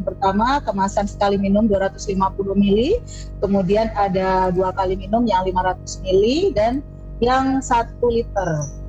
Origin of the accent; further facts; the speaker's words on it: Jayapura, Papua, Indonesia; Tapi saya lahir besar di Papua, di Jayapura. Jadi sudah kayak bagaimana ya? campur-campur. Kalau di rumah orang tua memang membudayakan untuk berbahasa Jawa.